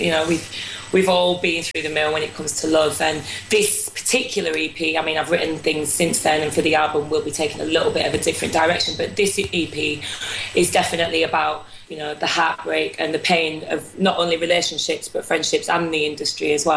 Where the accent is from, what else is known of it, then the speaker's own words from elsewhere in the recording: Yorkshire and the Humber, United Kingdom; Oh, well, I'm from Yorkshire, so I guess we're a little bit rough around the edges.